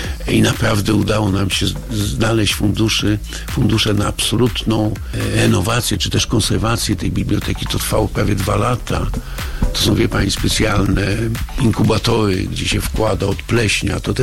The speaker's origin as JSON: {"language": "Polish", "town": "Sopot", "region": "Pomeranian Voivodeship", "country": "Poland", "said": "Ponieważ jestem z Sopotu, to bardzo chciałem, żeby tu istniała scena."}